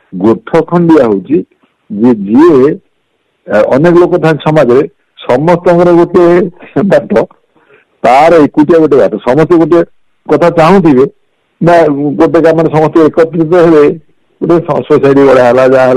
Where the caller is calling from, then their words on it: Cuttack, Odisha, India; କଟକରୁ କହୁଛି।